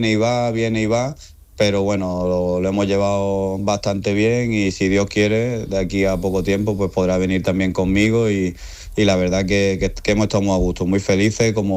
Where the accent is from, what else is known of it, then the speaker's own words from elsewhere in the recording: Málaga, Andalusia, Spain; Yo, como dice, yo nací en Málaga, soy malagueño, me crecí en Málaga, mi madre es malagueña